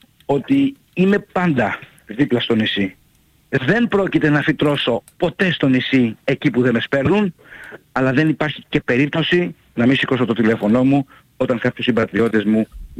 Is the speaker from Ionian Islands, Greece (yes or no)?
yes; Kefalonia, Ionian Islands, Greece; νιώθω τεράστια υπερηφάνεια ως Κεφαλονίτης